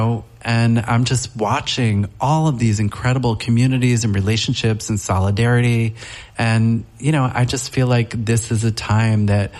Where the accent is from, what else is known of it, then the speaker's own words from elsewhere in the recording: Brooklyn, New York, United States; I say that I'm from deep coastal Brooklyn. and my family made chocolate syrup.